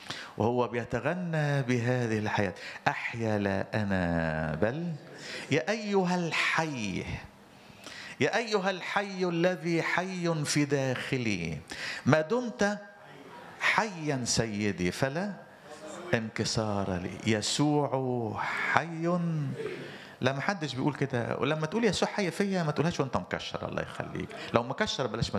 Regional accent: Egypt

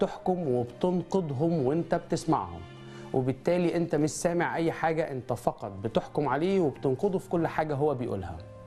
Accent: Alexandria, Alexandria Governorate, Egypt; وانت عارف انا لما رحت اسكندريه اساسا لان انا اصلا من اسكندريه

